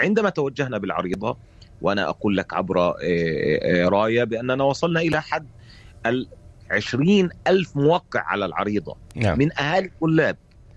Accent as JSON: {"language": "Arabic", "country": "Palestine", "said": "أنا كصحفي فلسطيني"}